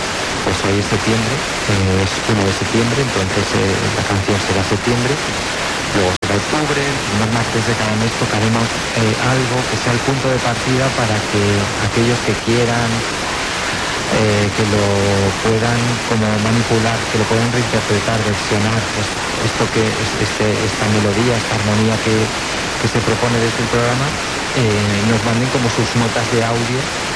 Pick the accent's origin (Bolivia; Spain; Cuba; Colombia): Spain; Villacarriedo, Cantabria; Y luego he estado en las fiestas de mi pueblo en Villacarrido también hace una semana.